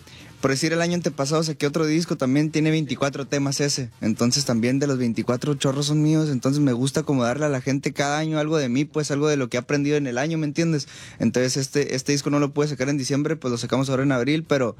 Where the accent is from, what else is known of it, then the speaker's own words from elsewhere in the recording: Cuauhtémoc, Chihuahua, Mexico; No, yo soy de Chihuahua. Chihuahua. Sí, de Cuauhtémoc, Chihuahua.